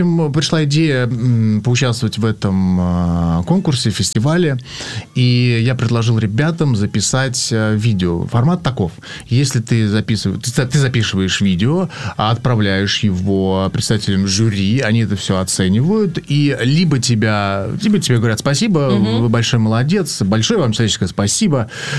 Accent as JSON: {"language": "Russian", "town": "Voronezh", "region": "Voronezh Oblast", "country": "Russia", "said": "И я был чуть ли не первым представителем вообще из Воронежа"}